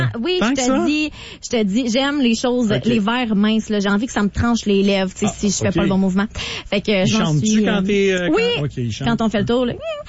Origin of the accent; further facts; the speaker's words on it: Saint-Constant, Quebec, Canada; En fait, c'est parce que chez moi, à Saint-Constant, avec mes parents, c'est que des ridelles.